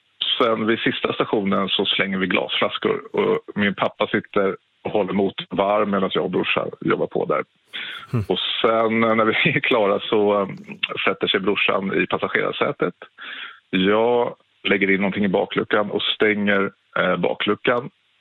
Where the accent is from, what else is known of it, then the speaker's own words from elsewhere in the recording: Täby, Stockholm County, Sweden; Jo, men det här utspelade sig när jag var 18 år, 1998, och bodde i Täby där jag växte upp.